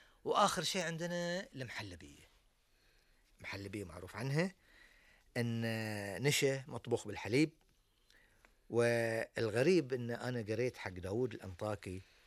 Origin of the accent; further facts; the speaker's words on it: Bahrain; الزلابية أيضا من الحلاوة المشهورة جدا عندنا في البحرين